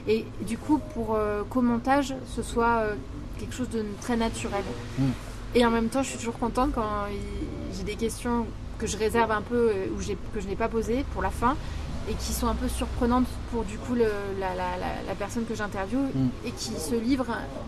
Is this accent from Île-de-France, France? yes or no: yes; Paris, Île-de-France, France; moved away; j'ai eu des expériences à Paris, là d'où je viens. Mais j'ai eu une expérience de 3 ans à Digne-les-Bains